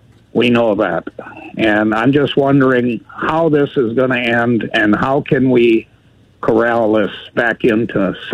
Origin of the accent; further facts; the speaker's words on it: Wisconsin, United States; born there; Thank you, Tom, for taking my call, and it's a honor to talk to you, Congressman. I was born in Wisconsin.